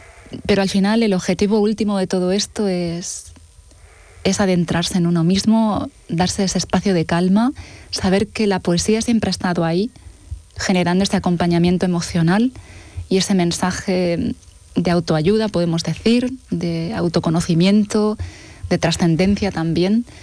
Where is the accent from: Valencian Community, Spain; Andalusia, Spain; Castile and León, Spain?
Andalusia, Spain; Almería; a la gente de Almería, a mi gente, a mi tierra